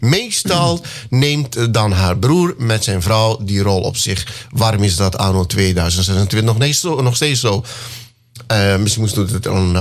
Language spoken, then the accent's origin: Dutch; Meerzorg, Commewijne, Suriname; Ik kom uit Meerzorg en ik heb ook hard gewerkt. Ik ben van de generatie van 1955, Vera.